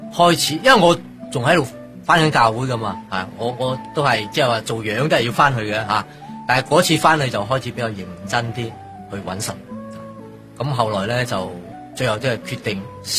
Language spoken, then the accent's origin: Cantonese; Ipoh, Perak, Malaysia; 因为我家乡其实。1970几年嘅时候咧，系怡保其中几个区卖白粉嘅黑区，咁我系其中一个